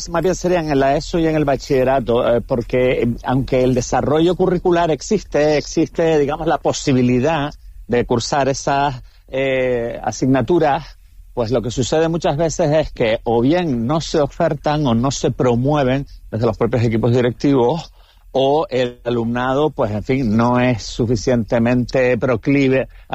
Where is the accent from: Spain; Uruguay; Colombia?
Spain; Canary Islands; contenidos canarios, de nuestro dialecto, de nuestra historia, de nuestro, en fin, nuestro sistema político, económico, fiscal y demás